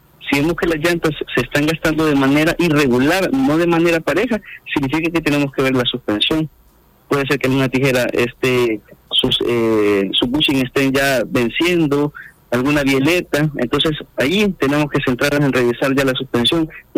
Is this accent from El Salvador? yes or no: yes; El Salvador